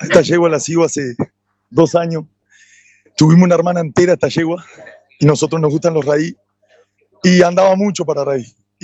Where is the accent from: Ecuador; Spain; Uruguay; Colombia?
Uruguay; Sarandí; somos todos de Sarandí allí y alrededores